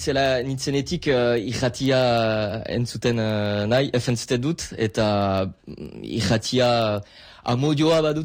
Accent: La Bastide-Clairence, Nouvelle-Aquitaine, France; Basque is a second language; Bastidakoa naiz, eta orain Bastiden bizi naiz

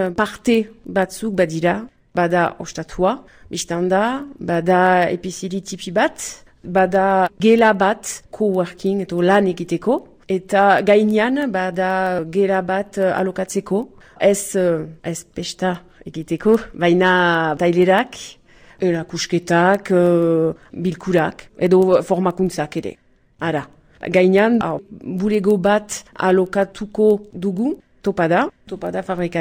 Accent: Nouvelle-Aquitaine, France; Beti danik egon niz hemen. Luxon, nire herria da, aurra da.

